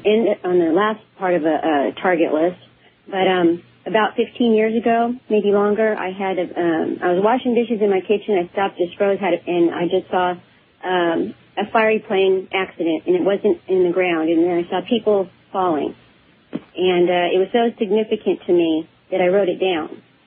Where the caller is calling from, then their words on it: Houston, Texas, United States; I'm in Houston